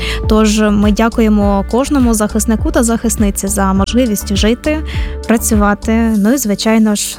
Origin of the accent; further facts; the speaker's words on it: Kamianske, Dnipropetrovsk Oblast, Ukraine; наше рідне місто, рідне Кам'янське